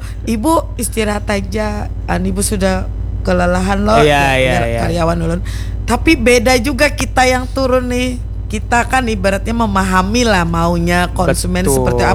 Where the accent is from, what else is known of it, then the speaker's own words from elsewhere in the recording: South Kalimantan, Indonesia; ibu, bapak, mohon izin, saya kan orang Banjar nih.